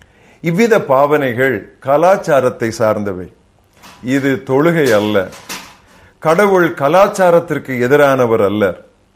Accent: India; நாம் குடியிருப்பது இந்தியாவில் தானே.

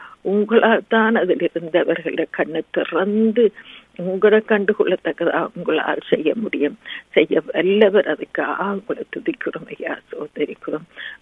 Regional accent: Sri Lanka; moved away; நாங்கள் பிறந்து வளர்ந்த இலங்கை தீவுக்காக

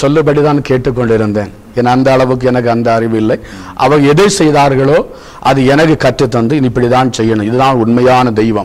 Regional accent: Kollengode, Tamil Nadu, India; நாங்கள் இந்து குடும்பத்திலே பிறந்து வளர்ந்தவர்கள். நான் பிறக்கும்போதே இந்து குடும்பம் கொல்லங்கோடு பகுதியிலே சிறுவைபுரம் பகுதியிலே அந்த இடத்துல எங்களுக்கு சொந்த ஒரு கோவில் உண்டு.

